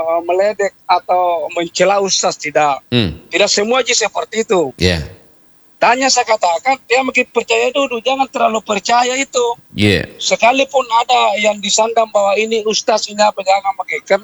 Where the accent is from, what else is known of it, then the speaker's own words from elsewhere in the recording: South Sulawesi, Indonesia; ada juga istilah kita, yeah, orang Bugis Makassar